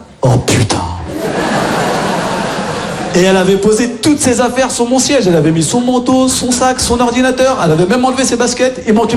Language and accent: French; Nantes, Pays de la Loire, France; Moi, les amis, je viens de Nantes, ok? Et je monte à Paris au moins une fois par semaine, donc je prends le train.